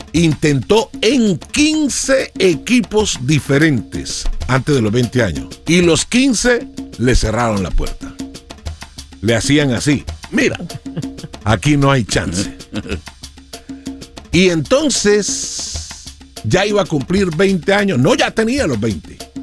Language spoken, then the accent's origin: Spanish; Colombia; now in United States; me voy a Estados Unidos a rebuscarme, como todo colombiano, ¿no? Que venimos aquí